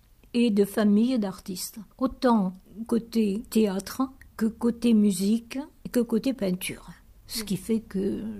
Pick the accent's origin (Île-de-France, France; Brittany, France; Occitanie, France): Occitanie, France; Foix; Alors moi je suis née à Foix, au pied du château. J'ai passé toute mon enfance au pied de ce château et dans le château.